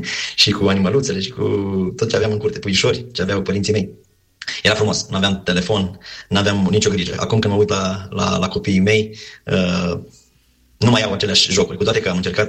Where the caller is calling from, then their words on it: Vrancea County, Romania; eu sunt din Vrancea și suntem la 40 de kilometri de Focșani